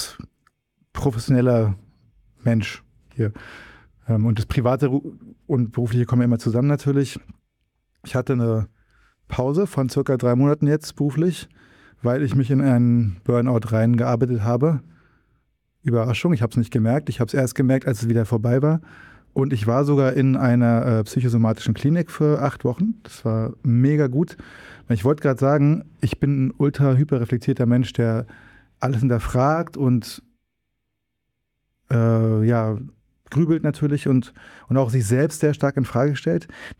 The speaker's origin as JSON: {"language": "German", "region": "Berlin", "country": "Germany", "said": "Ich bin irgendwo in meinem Ende der 30er. Noch. Ich wohne in Berlin, ich komme aus Berlin."}